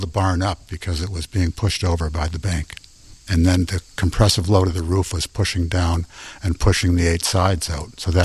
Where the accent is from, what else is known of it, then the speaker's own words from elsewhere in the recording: Canada; now in Iowa, United States; I'm not from Iowa, and I'm not a farm boy, and it's worse than that, I'm not even from the United States, I'm from Canada.